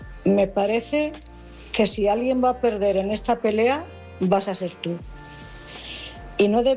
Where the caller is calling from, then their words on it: Cuenca, Castilla-La Mancha, Spain; Buenas noches … corresponsal de Cuenca.